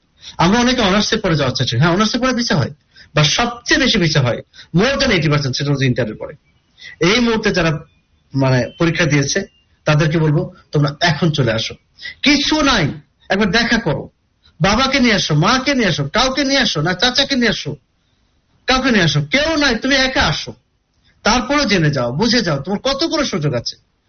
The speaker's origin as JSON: {"language": "Bangla", "town": "Kushtia", "region": "Khulna Division", "country": "Bangladesh", "tie": "born or raised there", "said": "আমার বাড়ি যেমন কুষ্টিয়া, অনেকে বিভিন্ন দূরের থেকে আসে।"}